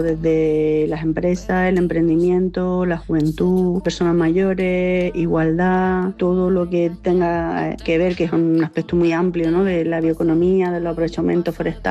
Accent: Granada, Andalusia, Spain; born there; Yo nací en Granada. Allí estudié la licenciatura de Pedagogía y Relaciones Intergeneracionales.

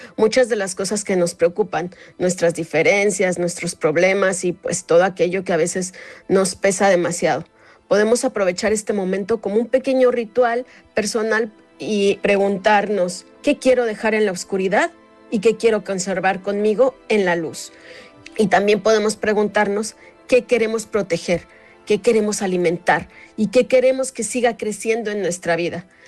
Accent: Mexico; now in Barcelona, Spain; soy mexicana, y aunque llevo ya 26 años viviendo en Barcelona

